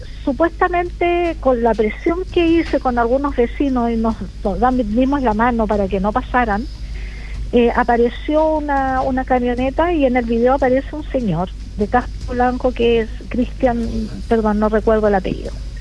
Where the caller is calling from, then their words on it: Coquimbo, Chile; yo soy vecina acá del Arrayán Costero, en el kilómetro 499-600 aproximadamente.